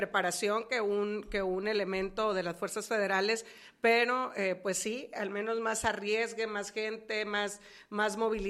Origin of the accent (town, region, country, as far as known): Mexico